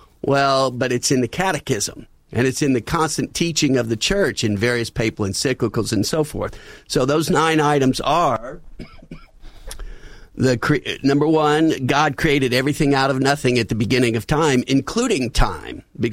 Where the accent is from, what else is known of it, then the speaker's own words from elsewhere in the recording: Huntsville, Alabama, United States; I'm from Huntsville, Alabama.